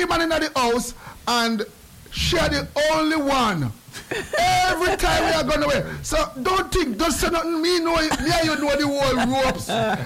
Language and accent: English; Jamaica; For those who dare America as a Jamaican, I know, say, yo, it take a whole heap and a whole heap of stuff.